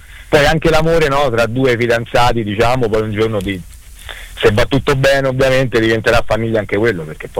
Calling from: Civita Castellana, Lazio, Italy; Civita Castellana, mi trovo attualmente a Civita Castellana, tra provincia di Viterbo, ma tra Roma e Viterbo, diciamo, metà strada.

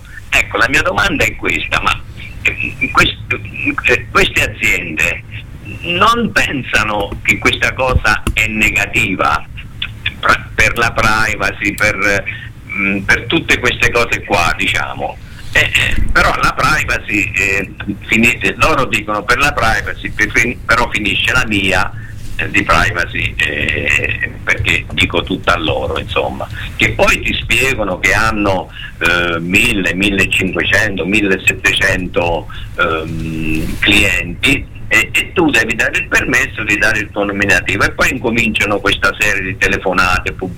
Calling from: Tuscany, Italy; io da buon toscano

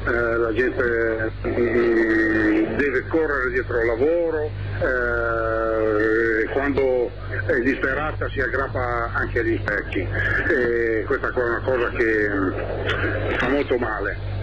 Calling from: Vicenza, Veneto, Italy; da Vicenza

